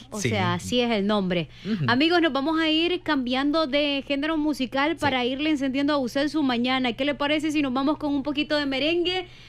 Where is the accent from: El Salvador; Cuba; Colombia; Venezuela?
El Salvador; San Vicente; yo soy de San Vicente